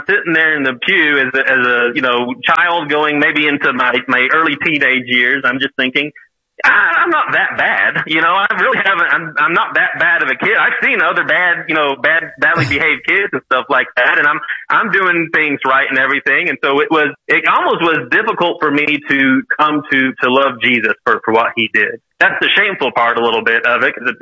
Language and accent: English; Leakey, Texas, United States; I grew up here in Texas out in a small town, which you won't be familiar with, of Lakey, Texas.